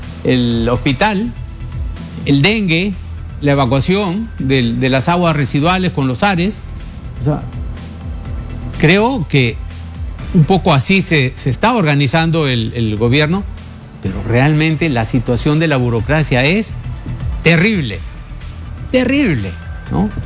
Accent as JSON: {"language": "Spanish", "region": "Piura", "country": "Peru", "tie": "born or raised there", "also_born_or_lived": "Lima", "said": "yo me siento piurano a pesar de que nací en Lima, pero viví de 0 a 10 años en Piura"}